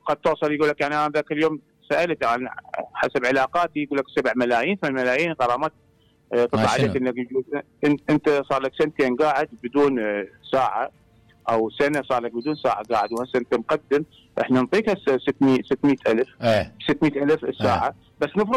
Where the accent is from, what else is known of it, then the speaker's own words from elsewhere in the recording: Iraq; احنا كعراقيين